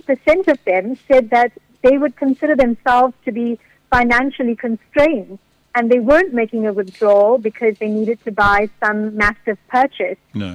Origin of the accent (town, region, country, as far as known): South Africa